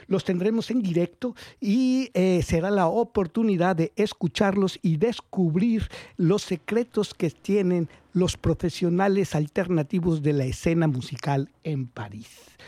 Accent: Mexico; que ha triunfado tanto en el continente americano, no nada más en mi país, en México, sino en Centro y Sudamérica, Canadá y Estados Unidos.

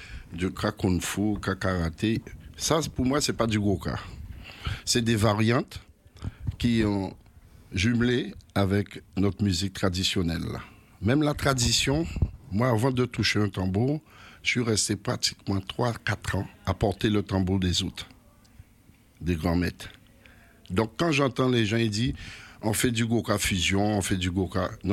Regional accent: Guadeloupe; on est guadeloupéen, on n'est pas cubain.

